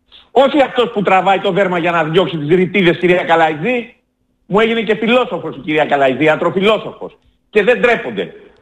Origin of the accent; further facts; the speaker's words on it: Perati, Epirus, Greece; Λοιπόν, κοιτάξτε, βρίσκομαι αυτές τις μέρες στα Γιάννενα, την ιδιαίτερη πατρίδα μου, στην Περάτη Ιωαννίνων, στο μολοσικό οροπέδιο όπως το λέω εγώ.